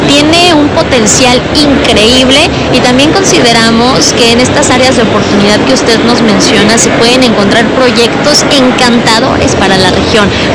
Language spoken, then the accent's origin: Spanish; Puebla, Mexico; que a lo mejor nosotros como poblanos lo vemos muy lejos, ¿no?